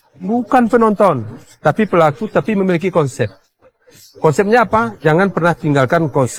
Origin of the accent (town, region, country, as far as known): Aceh, Indonesia